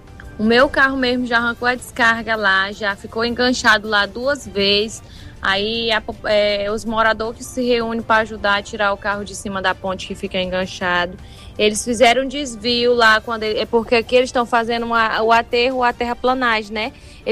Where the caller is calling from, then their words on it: Iracema, Roraima, Brazil; Eu sou da Campos Novo, da Vicinal 5 de Iracema.